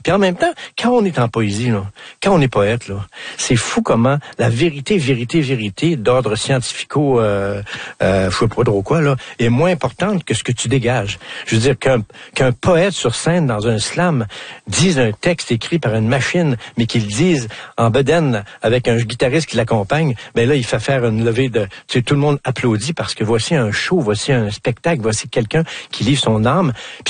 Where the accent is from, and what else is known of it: Quebec, Canada; accent: Québécois